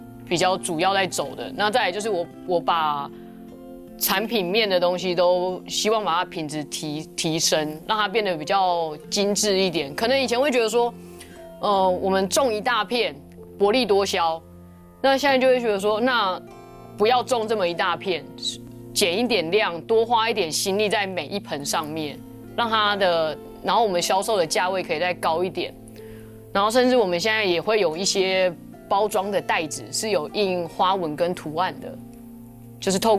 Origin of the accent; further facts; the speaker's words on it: Taiwan; 那将来它那台湾长出来的品种就比较能适应我们台湾的气候这样子。